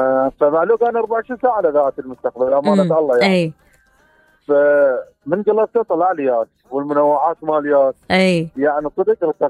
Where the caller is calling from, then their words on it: Hillah, Babil, Iraq; أنا من الحلة من المركز.